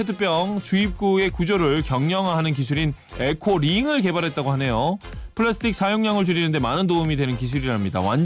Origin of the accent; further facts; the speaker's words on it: Cheongju, North Chungcheong, South Korea; 청주 사람으로서 기분 좋은 소식 전해드립니다.